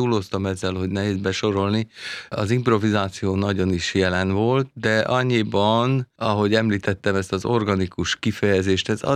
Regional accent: Kaposvár, Somogy, Hungary; moved away as an adult; now in Budapest, Hungary; Én Kaposváron születtem, ott 8 évig hegedülni tanultam

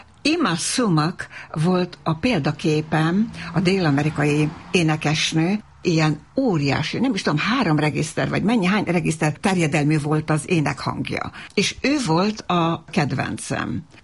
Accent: Novi Sad, Vojvodina, Serbia; Hát Újvidéken, a városban nőttem fel, szerb környezetben, tehát az utcán szinte ugyanabban az időben tanultam meg magyarul is, meg szerb is, tehát ez a két nyelvűség az olyan természetes volt

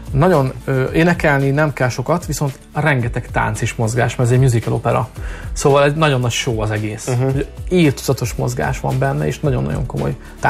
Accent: Ajka, Veszprém County, Hungary; Az, hogy én egy kisfaluból származom Ajka mellől, ami Ajkával egy települést alkot. Hát én Ajkainak mondom magam, de igazából Padrakúti vagyok, szóval ez egy kis falu Ajka mellett, egy hát 3000 fős falu, azért annyira nem kicsi, de egy kis falu.

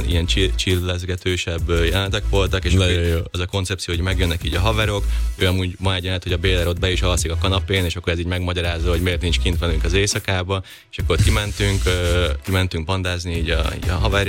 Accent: Győr-Moson-Sopron, Hungary; mert egy helyről származunk, szóval ő is Sopron környéki

